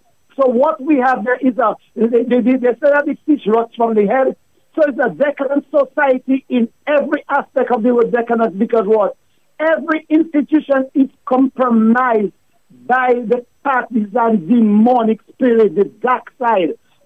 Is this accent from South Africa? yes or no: no; Roseau, Saint George, Dominica; My brother, I grew up in Roseau, you know.